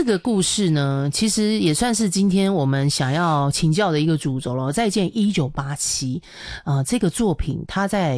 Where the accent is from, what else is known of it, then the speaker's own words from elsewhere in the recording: Taipei, Taiwan; 以我一个在台北生活的这样，因为我们从小可能就是在台北长大